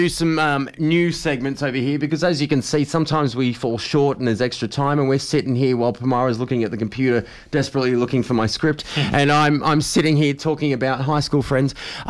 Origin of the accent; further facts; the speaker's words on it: Australia; But I'm from Australia. We've got the real deal over here.